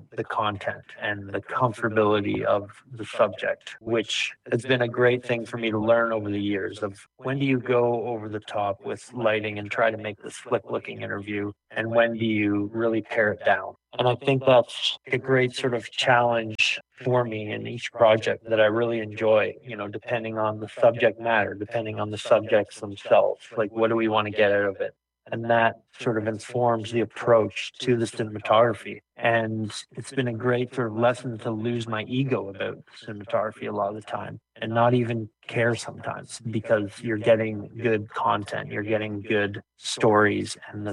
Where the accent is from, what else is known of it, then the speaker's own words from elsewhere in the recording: Ontario, Canada; born there; shooting in the country again, not too far from my hometown, and seeing, you know, a younger generation of kids who grew up like me